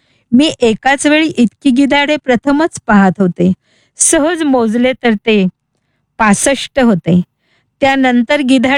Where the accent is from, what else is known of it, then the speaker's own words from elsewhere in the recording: Niphad, Maharashtra, India; माझं बालपण निफाड व माझं गाव पिंपळस रामाचे निफाड तालुक्यातलंच. इथे माझं बालपण गेलं.